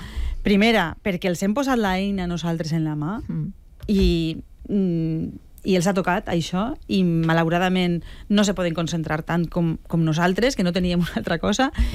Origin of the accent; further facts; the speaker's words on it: Sagunto, Valencian Community, Spain; Jo de veritat soc de Sagunt